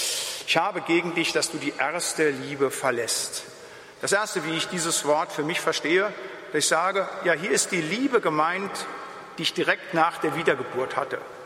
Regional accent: Bad Laasphe, North Rhine-Westphalia, Germany; Ich weiß noch, wir hatten damals eine Evangelisation bei uns in Bad Laase mit Wolfgang Vorländer.

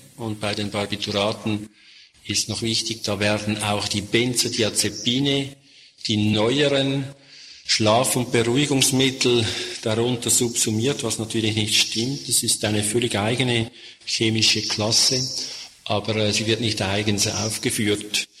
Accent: Switzerland; Bei uns in der Schweiz gibt es eine ganze Palette, hier wahrscheinlich auch, oder?

